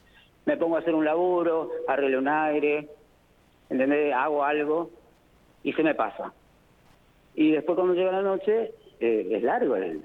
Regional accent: Rivadavia, Argentina; Porque yo soy de Rivadavia, escucho toda la programación de Rivadavia.

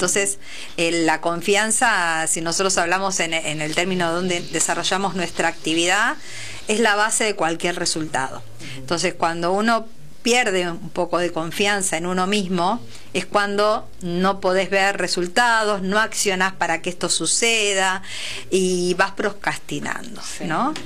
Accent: Quilmes, Buenos Aires Province, Argentina; estamos acá, somos de Quilmes. Y queremos fomentar todo esto en nuestra zona, ¿no?

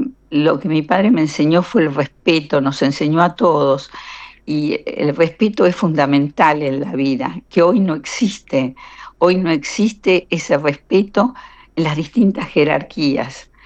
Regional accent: Argentina; me está representando a mí como argentina.

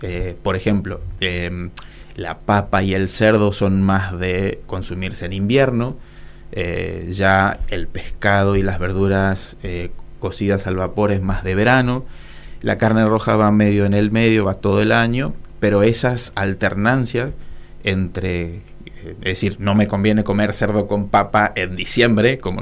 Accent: Corrientes, Argentina; de donde yo vengo, pues yo soy del interior de Corrientes, había taekwondo, entonces hice un tiempo taekwondo. Después, cuando me fui a Corrientes, comencé a hacer kung fu.

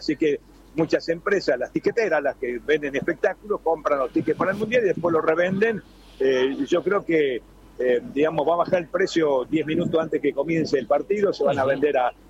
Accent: Argentina; los argentinos cuando vamos a Chile

